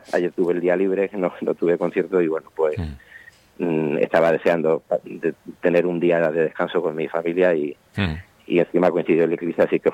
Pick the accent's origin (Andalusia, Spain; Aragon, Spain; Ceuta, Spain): Andalusia, Spain; Seville; born there; also born or lived in Laredo; nací en Sevilla, pero estoy vinculado a Laredo desde pequeñín.